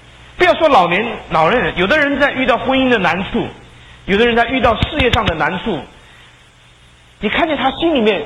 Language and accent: Chinese; China; 今天有一些弟兄姐妹在这个世界上，不单是我们中国人，还有很多的弟兄姐妹